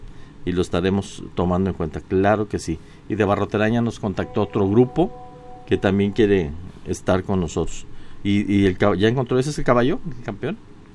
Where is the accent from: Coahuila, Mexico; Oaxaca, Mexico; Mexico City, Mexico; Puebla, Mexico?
Coahuila, Mexico; Rancherías; now in Santa Rosalía, Mexico; Yo soy exactamente de Rancherías, Coahuila, cerca de Palau, pero ya tengo 10 años viviendo acá y entré a este grupo.